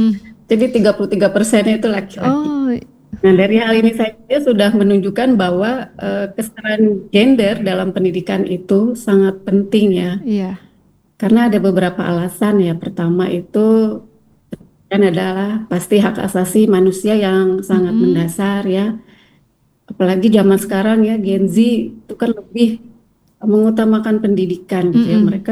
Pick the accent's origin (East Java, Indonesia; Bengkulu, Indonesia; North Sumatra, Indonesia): North Sumatra, Indonesia; Medan; also born or lived in Aceh; Saya asli Medan, Aceh.